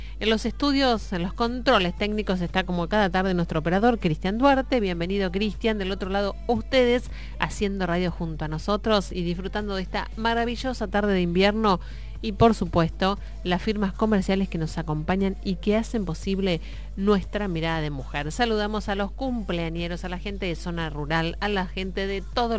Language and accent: Spanish; Argentina